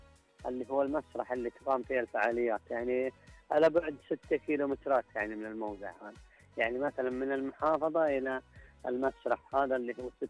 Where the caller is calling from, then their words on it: Badr, Medina Province, Saudi Arabia; أنا أكلمك من محافظة بدر